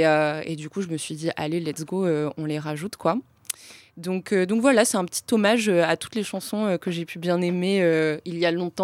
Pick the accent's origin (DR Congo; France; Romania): Romania; moved away; mon enfance en Roumanie